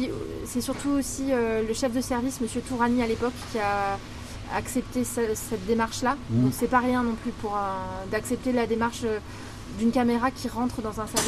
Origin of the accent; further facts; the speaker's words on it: Paris, Île-de-France, France; moved away; j'ai eu des expériences à Paris, là d'où je viens. Mais j'ai eu une expérience de 3 ans à Digne-les-Bains